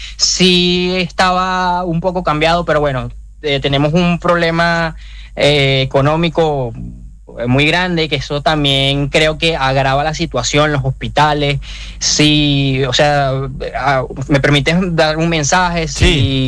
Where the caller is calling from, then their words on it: Venezuela; como un venezolano más